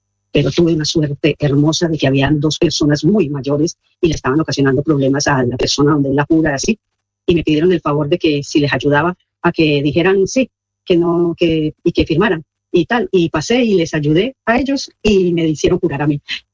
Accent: Spain; Yo me vine este año aquí a Colombia y me vine en un vuelo de Avianca. Y no vean la cantidad de cosas que traje. Y a mí, yo creo que por nosotros ser españoles, a mí la maleta no me la...

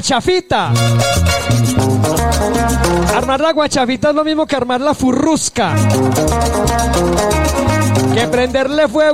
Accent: Colombia; Igual somos colombianos y nos entendemos donde nos veamos

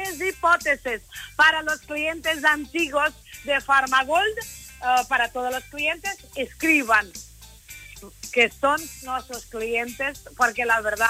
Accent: Lisbon, Portugal; moved away; me pregunta, oye, ¿tu acento dónde es? Digo, soy de Lisboa

